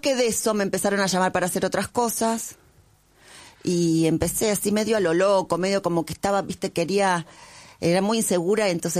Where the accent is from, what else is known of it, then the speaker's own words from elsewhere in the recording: Buenos Aires, Argentina; also born or lived in Pocitos, Uruguay / Las Piedras, Uruguay; Y yo nací en Pocitos, pero antes de mudarme a Buenos Aires viví un poco en Las Piedras con mis abuelos y mis padres.